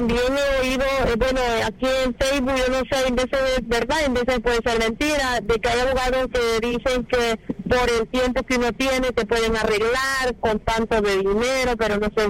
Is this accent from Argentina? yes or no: no; El Salvador; El Salvador.